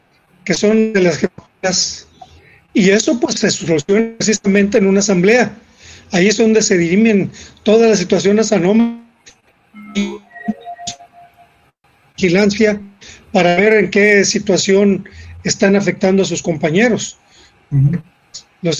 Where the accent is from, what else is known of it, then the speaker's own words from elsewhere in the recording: Mexico; también nosotros somos mexicanos